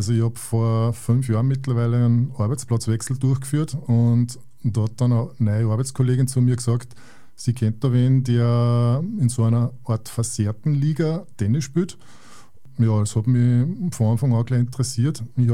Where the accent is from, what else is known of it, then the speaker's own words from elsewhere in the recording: Bach, Upper Austria, Austria; ich komme aus Bach bei Schwanenstadt, also kleinste Gemeinde Oberösterreichs einwohnermäßig mit ungefähr 320 Einwohnern, aber halt doch mit einem Tennisplatz und einem regen Tennisleben bei mir daheim